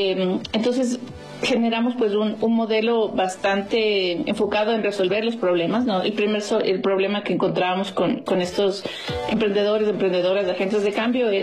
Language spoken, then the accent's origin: Spanish; Ecuador; es una mujer ecuatoriana, pero en muchos casos me siento más latinoamericana